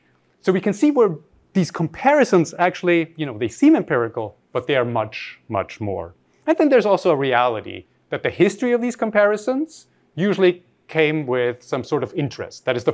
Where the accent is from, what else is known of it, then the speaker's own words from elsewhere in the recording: Austria; I grew up in Austria. And if I tell you the numbers for Austria, they would mirror what I just told you.